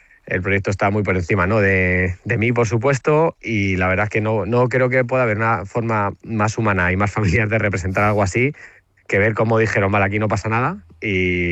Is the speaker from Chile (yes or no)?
no; Madrid, Community of Madrid, Spain; Mi padre gallego, mi madre cántabra, yo soy madrileño, pero digamos que toda mi infancia he tenido que subir mucho al norte en las vacaciones de niño.